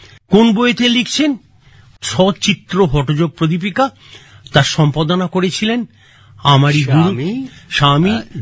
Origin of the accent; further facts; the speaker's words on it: India; আমরা এই ভারতীয়রা